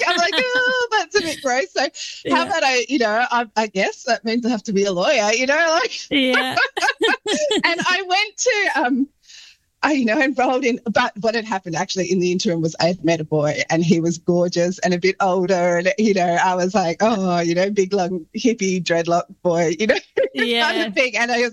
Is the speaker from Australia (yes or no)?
yes; Launceston, Tasmania, Australia; I knew that they didn't want me to say where I lived, which is Launceston.